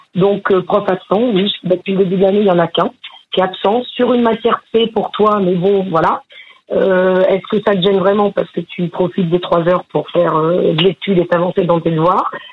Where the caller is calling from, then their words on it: Vienne, Nouvelle-Aquitaine, France; De la Vienne, Blanvet, à côté de Civray.